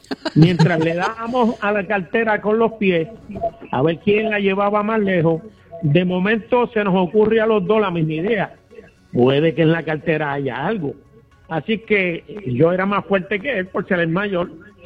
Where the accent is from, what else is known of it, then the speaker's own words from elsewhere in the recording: Gurabo, Puerto Rico; Nosotros somos natural de Gurabo